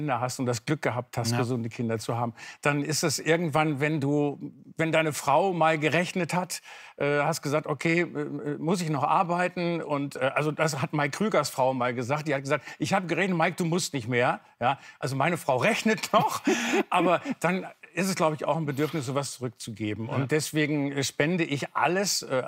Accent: Bielefeld, North Rhine-Westphalia, Germany; den Karl Memara Verlag, in Bielefeld, auch meiner Heimatstadt.

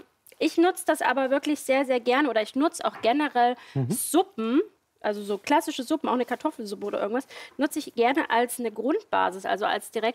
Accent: Thuringia, Germany; Und ja, ich komme aus Thüringen. Von daher dürfen auch Klöße eigentlich das ganze Jahr bei mir Einzug in meiner Küche erhalten.

